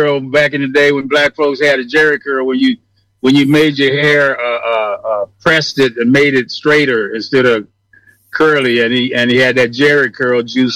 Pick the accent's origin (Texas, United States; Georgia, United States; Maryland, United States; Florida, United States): Florida, United States; Kissimmee; I was born in Kissimmee, Florida. People call it Kissimmee, Florida. It's right next to Orlando, Florida, right in the middle in Central Florida. It's Disney World now, but I grew up there.